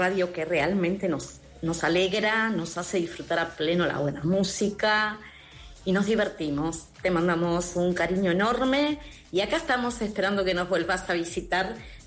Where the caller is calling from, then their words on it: Buenos Aires, Argentina; de Buenos Aires.